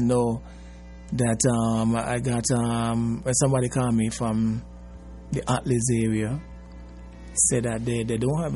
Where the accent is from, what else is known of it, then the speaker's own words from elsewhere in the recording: Bastia, Corsica, France; But I am from Bastia, and my preference is to have the cup stay in Bastia.